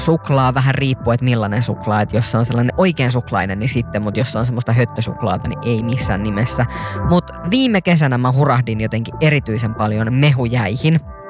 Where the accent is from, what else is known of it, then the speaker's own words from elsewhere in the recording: Pori, Satakunta, Finland; moved away; kotikaupungistani Porista